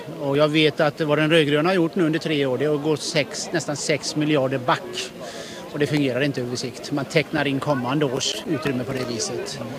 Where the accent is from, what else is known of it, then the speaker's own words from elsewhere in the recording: Alingsås, Västra Götaland County, Sweden; Jag är från Alingsås.